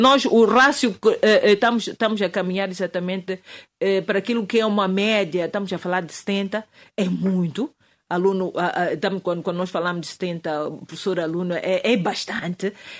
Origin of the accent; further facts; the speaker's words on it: Mozambique; Então é importante que todos juntos, como moçambicanos, avaliemos e tenhamos consciência que nós temos que mudar como adultos